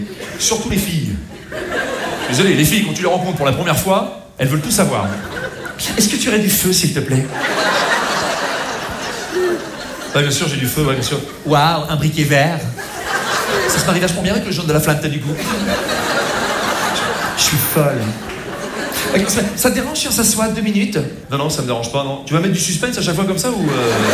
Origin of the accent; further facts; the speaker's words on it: Rouen, Normandy, France; moi je suis pas du tout de Paris, je suis pas du tout de Marseille, bien sûr, moi je suis de Rouen